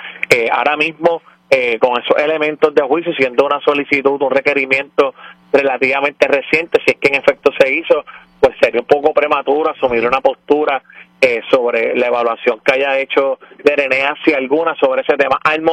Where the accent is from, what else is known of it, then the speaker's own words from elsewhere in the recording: San Juan, Puerto Rico; O sea, pueden decir ya en confianza, mira, yo soy de ese municipio de San Juan